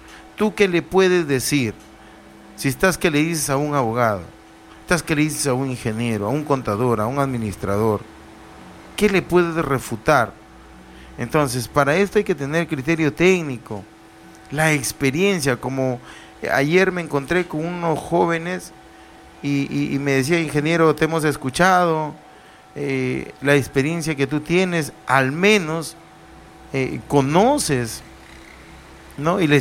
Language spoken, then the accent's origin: Spanish; Túcume, Lambayeque, Peru; Saludar a todo mi pueblo de Túcume y los diferentes caseríos.